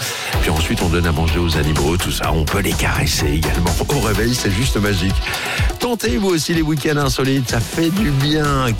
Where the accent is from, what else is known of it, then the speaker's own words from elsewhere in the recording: France; chez nous en France